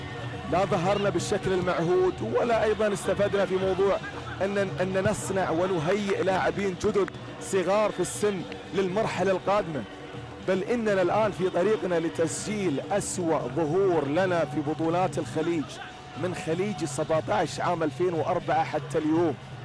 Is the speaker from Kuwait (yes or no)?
yes; Kuwait